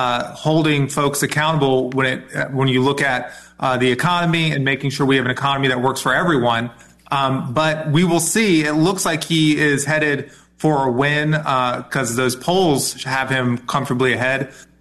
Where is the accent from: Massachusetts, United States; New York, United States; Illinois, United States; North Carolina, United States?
North Carolina, United States; Roy Cooper in my home state of North Carolina is the Senate nominee.